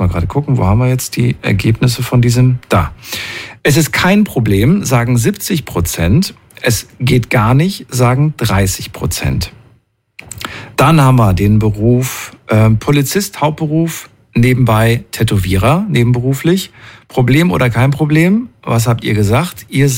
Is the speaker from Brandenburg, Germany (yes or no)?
no; Thuringia, Germany; Früher, bin ja aus Thüringen und so weiter. Und da war FKK ganz normal, ne, in der ehemaligen, ja, DDR.